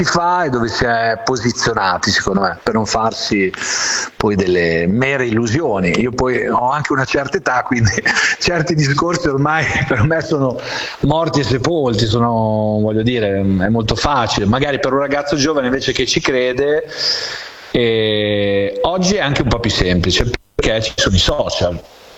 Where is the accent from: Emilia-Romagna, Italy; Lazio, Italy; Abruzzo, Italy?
Emilia-Romagna, Italy; Bologna; È un amico con cui sono cresciuto a Bologna